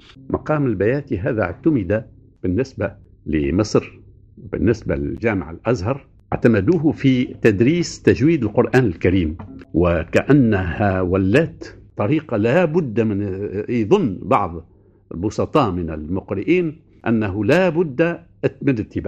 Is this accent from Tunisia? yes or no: yes; Tunisia; عندنا في تونس